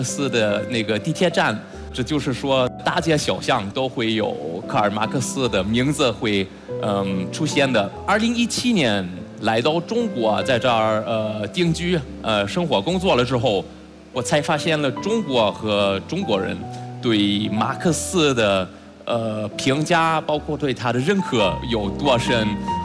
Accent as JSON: {"language": "Chinese", "region": "Berlin", "country": "Germany", "tie": "born or raised there", "second_language": "Chinese", "moved": "as an adult", "lives_now": "China", "said": "我的老家是柏林，我对马克思有一定的印象，在我老家离得不远有一个卡尔马克思街，包括一个卡尔马克思的那个地铁站"}